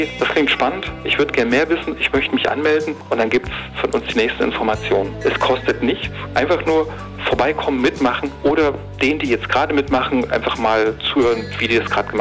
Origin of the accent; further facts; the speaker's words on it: Rudolstadt, Thuringia, Germany; moved away as an adult; now in Bautzen, Germany; Ich selbst bin groß geworden in Rudolstadt, Theaterspielladen zusammen mit dem Thüringer Theater in Rudolstadt und habe dort Sachen gelernt, die mir bis heute eben jetzt hier in Bautzen im Leben helfen